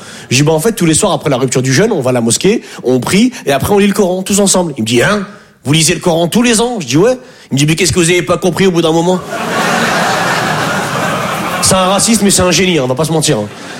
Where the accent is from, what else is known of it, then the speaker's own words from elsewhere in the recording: northern France, France; now in Paris, France; Je viens du nord de la France.